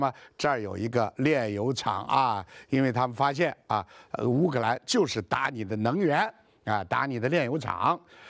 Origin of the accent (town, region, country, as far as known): China